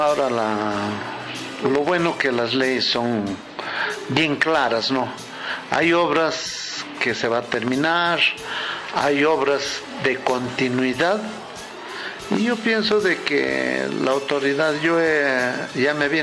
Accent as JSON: {"language": "Spanish", "town": "Santa Rosa de Sacco", "region": "Junín", "country": "Peru", "said": "Santa Rosa de Saco, mi tierra, que tanto frutos me ha dado"}